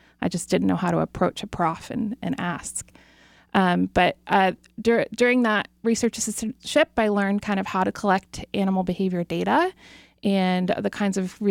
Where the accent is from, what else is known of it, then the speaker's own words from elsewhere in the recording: Indianapolis, Indiana, United States; now in Davis, United States; I'm from Indianapolis.